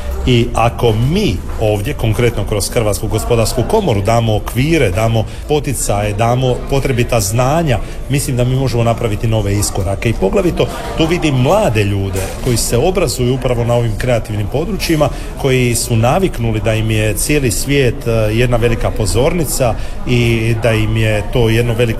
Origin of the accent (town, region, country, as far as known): Croatia